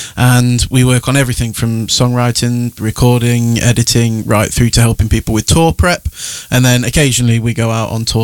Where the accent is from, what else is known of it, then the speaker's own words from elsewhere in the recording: Mansfield, East Midlands, United Kingdom; I am from Mansfield in Nottinghamshire